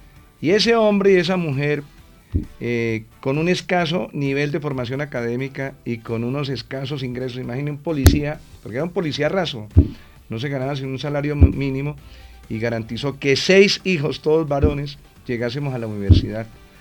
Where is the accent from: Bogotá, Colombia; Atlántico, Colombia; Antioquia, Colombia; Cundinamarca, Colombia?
Bogotá, Colombia; Soy bogotano.